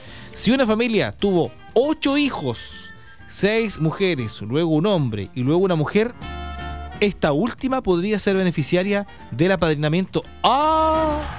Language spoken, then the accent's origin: Spanish; Chile